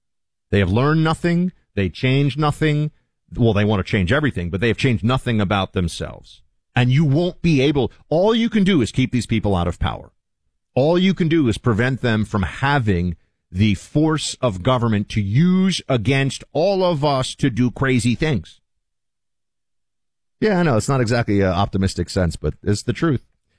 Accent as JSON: {"language": "English", "town": "New York City", "region": "New York", "country": "United States", "tie": "born or raised there"}